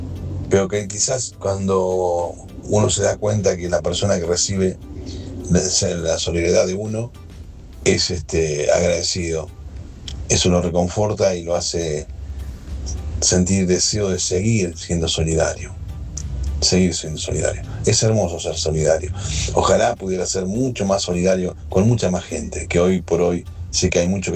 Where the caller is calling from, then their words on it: Wilde, Buenos Aires Province, Argentina; de Wilde.